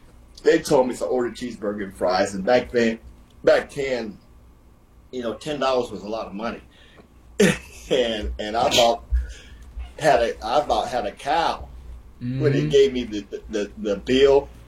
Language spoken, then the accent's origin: English; United States; I'm a meat and potato guy, and I'm straight American.